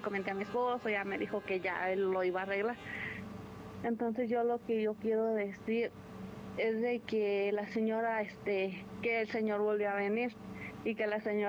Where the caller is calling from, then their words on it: Michoacán, Mexico; no somos exactamente de Uruapan, pero no quiero decir exactamente de dónde.